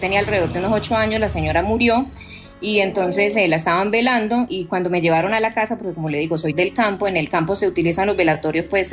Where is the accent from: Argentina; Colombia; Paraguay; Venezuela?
Colombia; Magdalena Medio; yo soy del Magdalena Medio, allá se usa mucho toldillo por el zancudo.